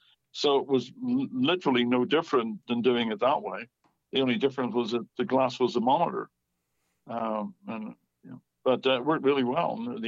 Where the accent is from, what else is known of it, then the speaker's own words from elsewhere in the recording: Ireland; moved away as an adult; also born or lived in Leeds, England / Germany; now in Los Angeles, United States; I was born in Ireland, brought up there, and then I moved to the north of England, to Leeds, where we formed the band. And after that, I moved to Germany